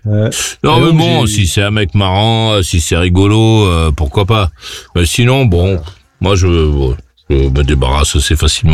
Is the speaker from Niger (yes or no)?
no; Coutances, Normandy, France; je suis de Normandie. Et le mec, il dit, ah bon? Vous êtes de Normandie? Vous êtes d'où ça? De Coutances.